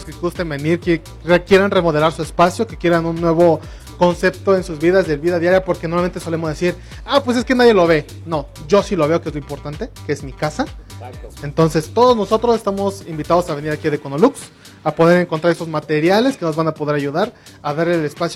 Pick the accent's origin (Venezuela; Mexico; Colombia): Mexico; Tlaxcala; Yo, de Tlaxcala.